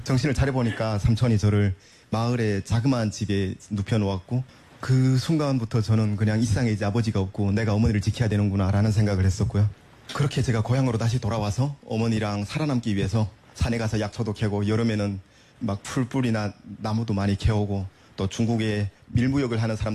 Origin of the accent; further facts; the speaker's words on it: Hyesan, Ryanggang, North Korea; moved away as an adult; now in South Korea; 저는 양강도 해산시라는 곳에서 평범한 노동자 가정의 외아들로 태어났습니다.